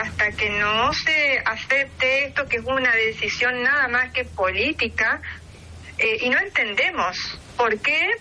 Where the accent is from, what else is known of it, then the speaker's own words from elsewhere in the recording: Vera, Santa Fe, Argentina; Yo soy de Vera, ajá, ni siquiera soy de Reconquista.